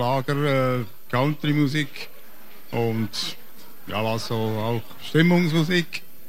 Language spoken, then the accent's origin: German; Solothurn, Switzerland; Ich bin aus der Gegend im Kanton Solothurn, zwischen Zürich und Bern, ziemlich in der Mitte.